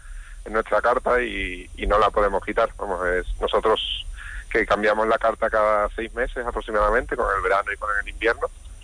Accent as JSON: {"language": "Spanish", "town": "Mairena", "region": "Andalusia", "country": "Spain", "tie": "born or raised there", "also_born_or_lived": "Latin America", "moved": "as an adult", "said": "Mira, yo soy de Mairena de toda la vida, pero bueno, hace muchos años me fui a Latinoamérica, bueno, a trabajar en otros temas, y allí conocí a mi mujer, que es de Perú."}